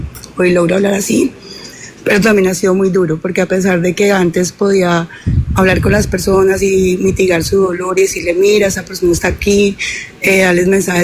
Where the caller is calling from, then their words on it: Cali, Valle del Cauca, Colombia; Desde Colombia, lo mismo Cali